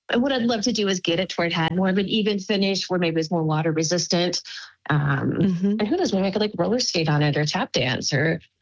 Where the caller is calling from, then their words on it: Nashville, Tennessee, United States; I'm calling from Nashville, Tennessee.